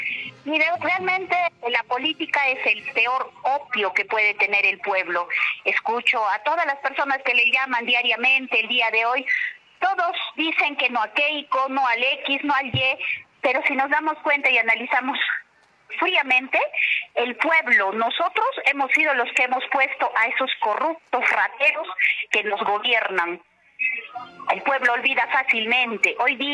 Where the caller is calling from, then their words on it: Cusco, Peru; en mi pueblo, en Quiabamba